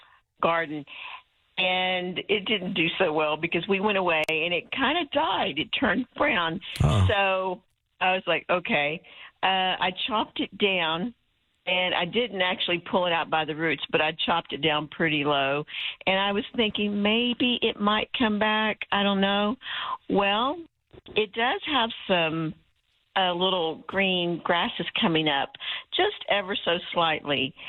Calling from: Spring Branch, Texas, United States; It's my husband and I, and we are calling from Spring Branch.

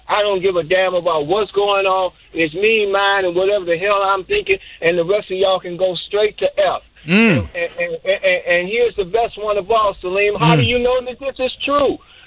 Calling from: Jefferson City, Missouri, United States; I don't know my roots. I know I came from Jefferson City, Missouri. They say I'm a descendant of Africa.

